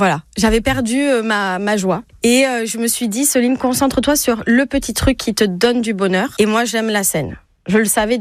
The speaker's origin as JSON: {"language": "French", "town": "Toulouse", "region": "Occitanie", "country": "France", "tie": "born or raised there", "also_born_or_lived": "Charente-Maritime", "moved": "yes", "lives_now": "Bordeaux, France", "said": "j'ai 38 ans. J'ai grandi à Toulouse, mais ça fait 12 ans que je suis bordelaise et ma famille vient de Charente-Maritime, donc c'est la Nouvelle-Aquitaine."}